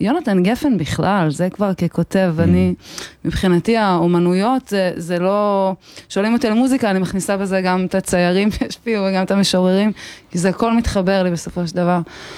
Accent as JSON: {"language": "Hebrew", "town": "Dafna", "region": "Northern District", "country": "Israel", "said": "אני מדפנה היפה. מזה השנה וחצי פלוס האחרונות, מאז שחזרנו מהפינוי."}